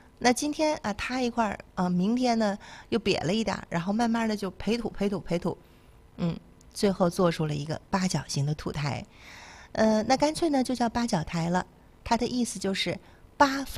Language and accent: Chinese; Jinzhou, Liaoning, China; 作为锦州人啊